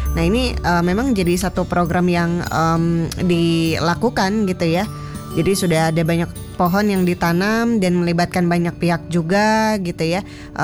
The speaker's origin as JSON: {"language": "Indonesian", "town": "Bogor", "region": "West Java", "country": "Indonesia", "said": "kita sebagai warga Bogor"}